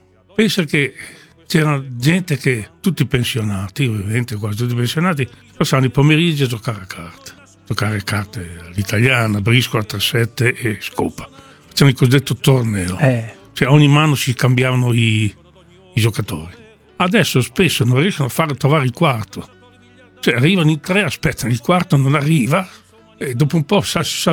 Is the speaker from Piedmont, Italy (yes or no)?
no; Modena, Emilia-Romagna, Italy; born there; quando si ballava da ragazzini a Modena dicevano andiamo a tangare.